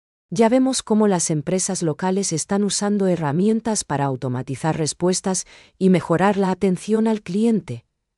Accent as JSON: {"language": "Spanish", "country": "Paraguay", "said": "nos identifica como paraguayos."}